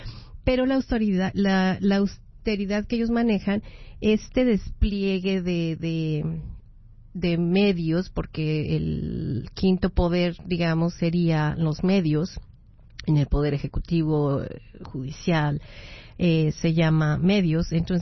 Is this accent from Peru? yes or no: no; Mexico; Yo que soy mexicana y pues colaboro con mexicanos en el exterior con todo el dineral que mandamos